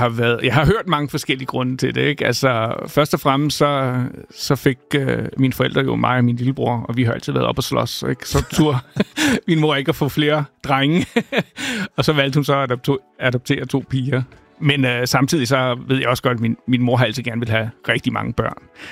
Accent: Hellerup, Capital Region of Denmark, Denmark; also born or lived in Copenhagen; Ja, altså i Hellerup, Gentofte område.

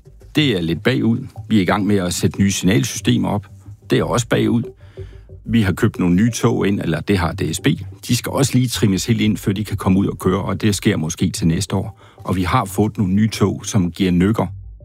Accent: Jutland, Denmark

